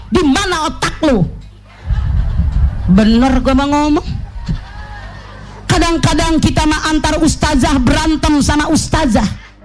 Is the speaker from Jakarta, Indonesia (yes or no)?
yes; Jakarta, Indonesia; Gue tahu persis Tanah Abang, kampung gue.